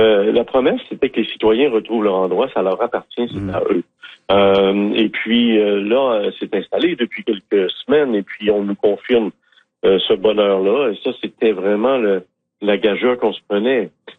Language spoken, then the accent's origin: French; Portneuf County, Quebec, Canada; moi, je viens du comté de Portneuf, hein.